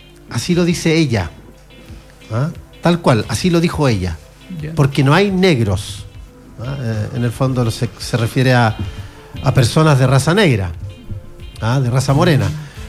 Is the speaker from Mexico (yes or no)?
no; Chile; nosotros podemos decir que somos mapuches, de nuestra descendencia más antigua, sí. Y está bien. Así la hemos aceptado todos, por lo menos en Chile.